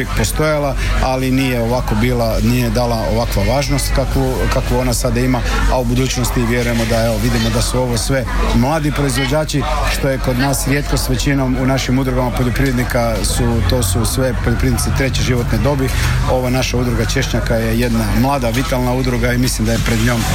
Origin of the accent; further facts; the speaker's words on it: Istria County, Croatia; kod nas u Istri